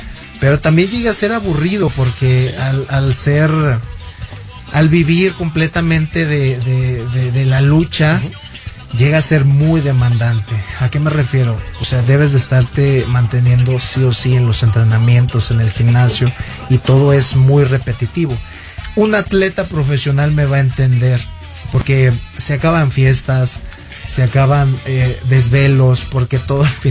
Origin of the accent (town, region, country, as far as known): Mexico